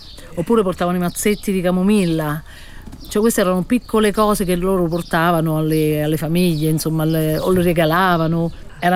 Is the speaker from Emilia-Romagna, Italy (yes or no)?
no; Pescasseroli, Abruzzo, Italy; moved away as an adult; io sono di Pescasseroli